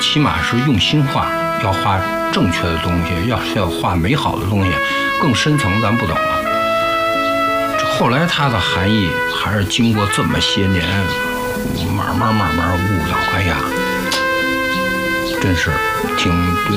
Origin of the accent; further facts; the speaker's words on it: China; 作为中国人